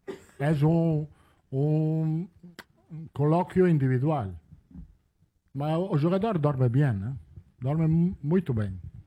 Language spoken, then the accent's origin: Portuguese; Italy; Portuguese is a second language; now in Brazil